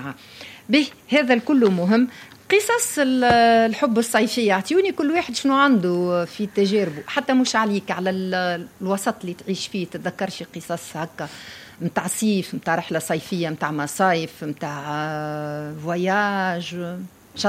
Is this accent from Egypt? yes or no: no; Tunisia